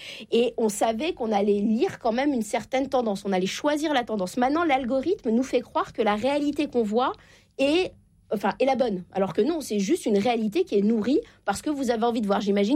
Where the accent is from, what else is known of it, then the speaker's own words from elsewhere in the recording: Normandy, France; Je viens de la Normandie.